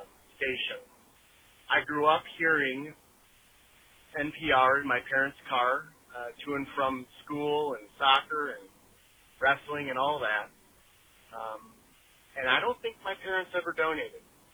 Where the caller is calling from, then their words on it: Boca Raton, Florida, United States; I'm calling from Boca Raton, Florida.